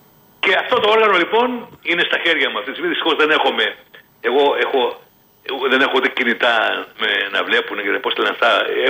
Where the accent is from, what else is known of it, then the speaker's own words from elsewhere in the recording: Central Greece, Greece; moved away; τον Αύγουστο είχα μια συναυλία στην πατρίδα μου και σε ένα χωριό που λέγεται Αγιάννης, που είναι κοντά στο Αλιβέρι